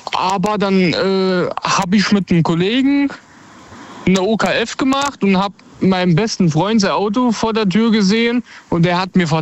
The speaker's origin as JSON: {"language": "German", "region": "Saarland", "country": "Germany", "said": "Ich komme aus dem Saarland."}